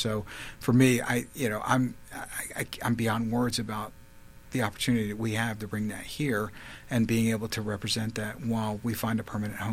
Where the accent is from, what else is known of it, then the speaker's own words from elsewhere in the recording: Maryland, United States; now in Wisconsin, United States; No, Scott. I'm originally from Maryland. I moved up and down the East Coast. I moved here specifically for this job.